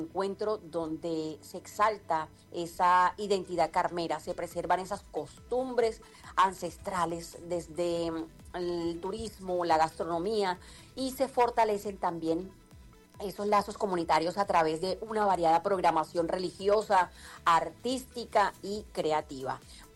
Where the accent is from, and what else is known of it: Colombia